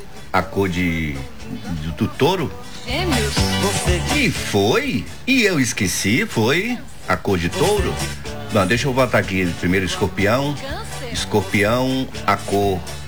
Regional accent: Salvador, Bahia, Brazil; Eu sou baiano. Eu sou de Salvador

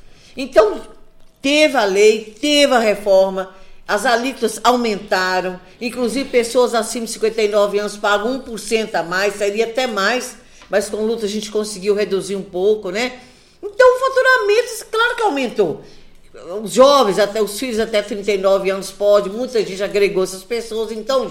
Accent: Ponte Nova, Minas Gerais, Brazil; now in Divinópolis, Brazil; Eu vou lá para a minha zona da mata, minha região, ali na cidade de Ponte Nova

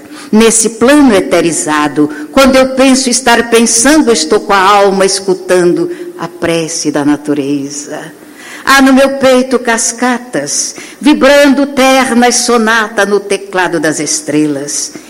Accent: Mato Grosso, Brazil; como eu via na minha infância em Mato Grosso. Não sou carioca, não, sou mato-grossense.

